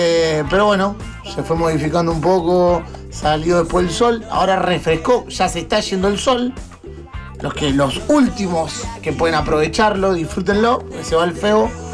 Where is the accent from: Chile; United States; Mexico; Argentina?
Argentina; como somos futboleros y como somos argentinos